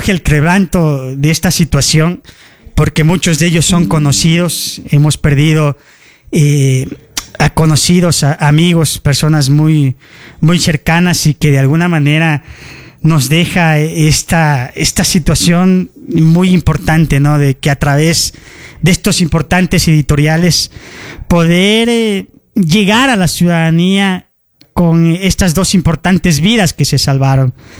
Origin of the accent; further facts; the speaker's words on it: Ecuador; Es cuando más tenemos que hacernos ver como ecuatorianos